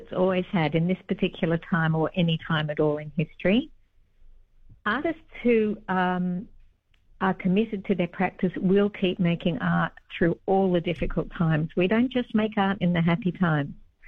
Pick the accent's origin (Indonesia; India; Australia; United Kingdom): Australia; I'm a Jewish artist. I'm a Jewish Australian artist. I'm Jewish Australian with European origins.